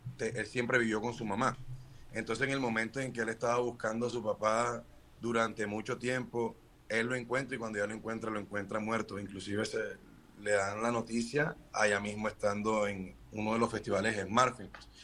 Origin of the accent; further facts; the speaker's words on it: Barranquilla, Atlántico, Colombia; yo soy barranquillero, pero represento Barranquilla por el equipo barranquillero